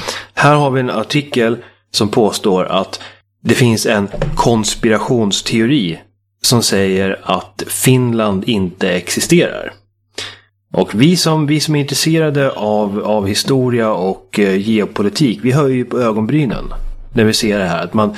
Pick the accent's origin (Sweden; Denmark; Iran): Sweden; för mig som svensk